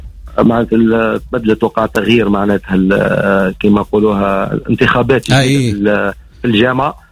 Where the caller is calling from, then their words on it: Sfax, Sfax Governorate, Tunisia; عندنا في صفاقس